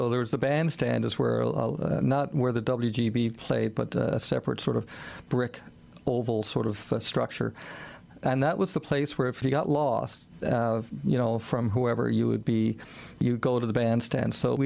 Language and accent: English; Newfoundland and Labrador, Canada; now in Calgary, Canada; day trying to describe the numerous cultural and other differences between Calgary, Alberta, and where I grew up in Newfoundland.